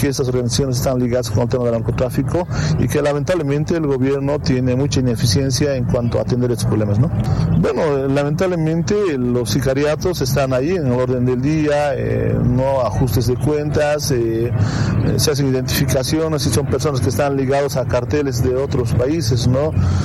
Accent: Bolivia

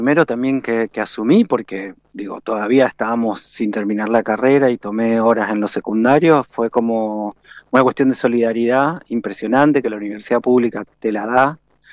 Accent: Tupungato, Mendoza, Argentina; moved away as an adult; also born or lived in Madrid, Spain; now in Mendoza, Argentina; Soy de Tupungato. En realidad tengo todavía parte de esa familia viviendo en Tupungato. Y después me vine a la universidad a estudiar

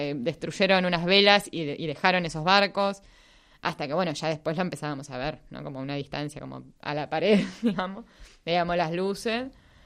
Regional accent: Mar del Plata, Buenos Aires Province, Argentina; born there; yo nací en Mar del Plata, con el mar tengo.

